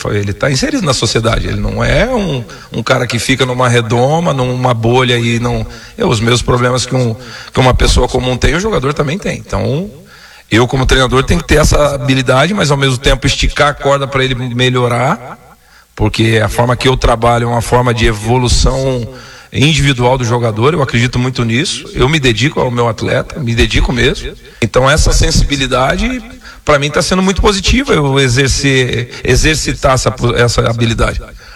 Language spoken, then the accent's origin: Portuguese; Curitiba, Paraná, Brazil; sou nascido e criado em Coritiba